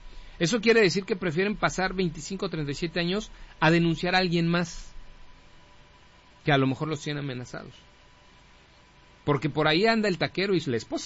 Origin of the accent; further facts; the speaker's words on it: Mexico; eso no quiere decir que como mexicano me sienta menos. O como mexicano crea que la selección mexicana es menos.